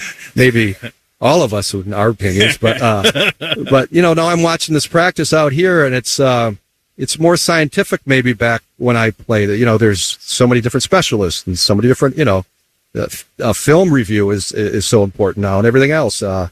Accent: Detroit, Michigan, United States; Yeah, I'm from Detroit.

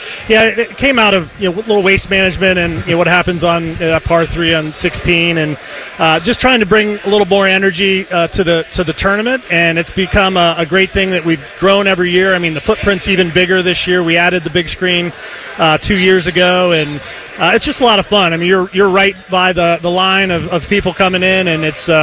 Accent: Ohio, United States; I'm from Northeast Ohio, so yeah.

